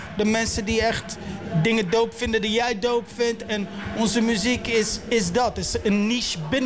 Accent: The Hague, South Holland, Netherlands; Wij komen uit Den Haag.

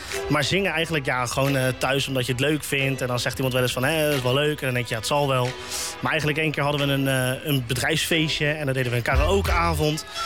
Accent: Nootdorp, South Holland, Netherlands; born there; also born or lived in The Hague; 25 jaar. Geboren in Den Haag. Groot deel van mijn leven wel in Noordorp gewoond.

